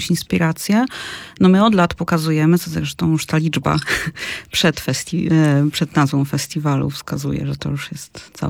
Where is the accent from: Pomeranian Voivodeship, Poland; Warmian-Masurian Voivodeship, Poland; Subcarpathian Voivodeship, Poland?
Pomeranian Voivodeship, Poland; jestem też stąd, w sensie nie jestem kaszubką, ale jestem z Pomorza.